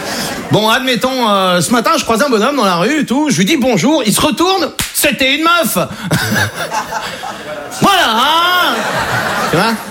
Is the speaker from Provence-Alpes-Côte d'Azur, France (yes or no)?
no; Brittany, France; Je suis breton. J'ai 21 ans.